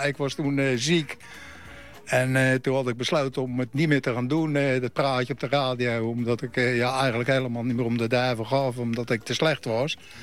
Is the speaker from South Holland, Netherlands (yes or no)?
yes; Westland, South Holland, Netherlands; Ja, echte Westlander.